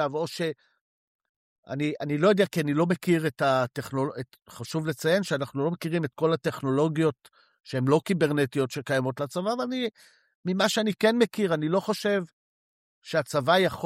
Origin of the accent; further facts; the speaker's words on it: Spain; אני מגיע מספרד.